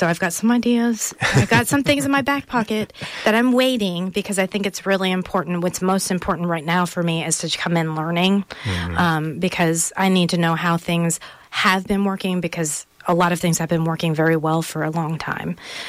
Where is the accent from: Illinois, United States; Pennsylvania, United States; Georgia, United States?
Pennsylvania, United States; moved away; also born or lived in New Jersey / Houston; I was born in New Jersey, raised in Pennsylvania.